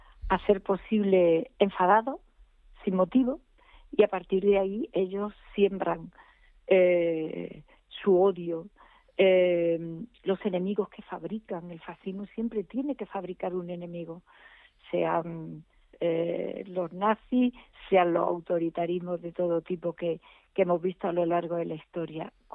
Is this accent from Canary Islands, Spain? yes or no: no; Córdoba, Andalusia, Spain